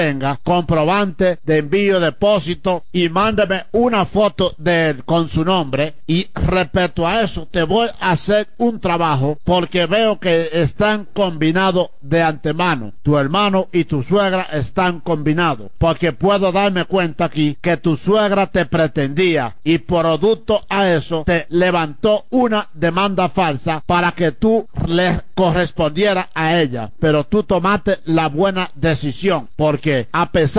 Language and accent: Spanish; Ixtapan de la Sal, State of Mexico, Mexico; Regresé a mi pueblo acá en Iztapan de la Sal.